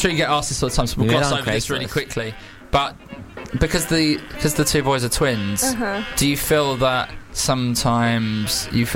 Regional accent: United Kingdom; Because it reads to me as a British guy as sarcastic.

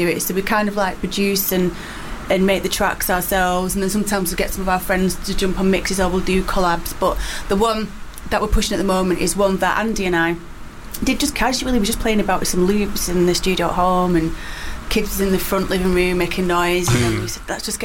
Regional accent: Manchester, North West England, United Kingdom; we're from Manchester, we live 2 miles away from each other

